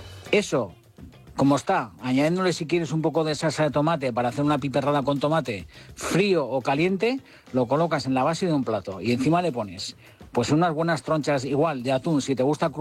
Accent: Hondarribia, Basque Country, Spain; yo soy bonitero, porque yo soy del Cantábrico. Yo soy nacido en Hondarribi y yo soy bonitero del norte a tope.

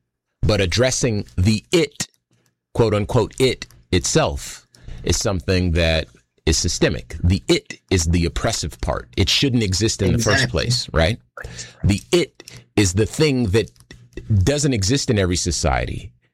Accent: Compton, California, United States; So I'm from Compton, California, right? My mom was on dope. My dad was on dope.

